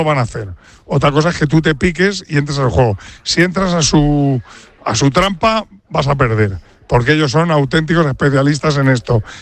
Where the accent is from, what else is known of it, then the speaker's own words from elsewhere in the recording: Cabra, Andalusia, Spain; yo me voy a encomendar a San Rodrigo, que es el patrón de mi pueblo, de Cabra